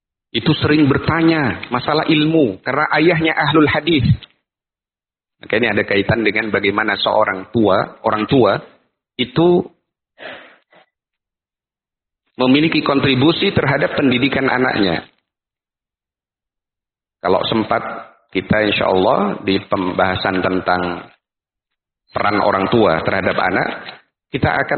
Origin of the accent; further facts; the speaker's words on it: Medan, North Sumatra, Indonesia; berarti tidak boleh bagi kita orang Medan nikah sama orang Arab.